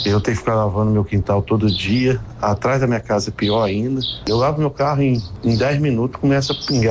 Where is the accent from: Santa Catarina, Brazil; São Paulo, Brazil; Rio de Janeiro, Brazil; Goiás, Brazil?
Rio de Janeiro, Brazil; Volta Redonda; a hora que eu nasci em Volta Redonda